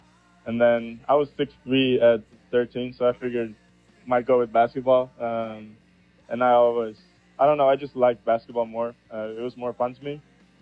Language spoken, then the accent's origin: English; Stockholm, Stockholm County, Sweden; I'm a senior from Stockholm, Sweden.